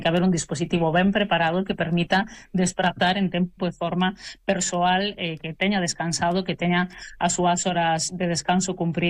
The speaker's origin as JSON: {"language": "Galician", "town": "Ourense", "region": "Galicia", "country": "Spain", "said": "creo que como ourensá é lamentable que sexamos protagonistas de titulares por estas cousas que creo que non representan a maioría da cidadanía de Ourense"}